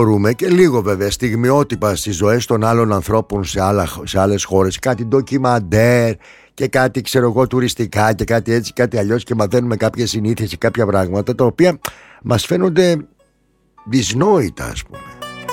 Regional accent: Greece; born there; γεννήθηκα στην Ελλάδα

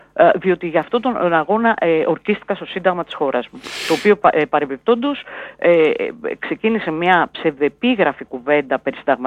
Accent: Greece; ως Ελληνίδα γυναίκα πολίτης

